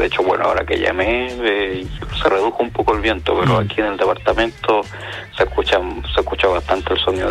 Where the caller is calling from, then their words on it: Viña del Mar, Valparaíso, Chile; Estoy llamando de Viña del Mar.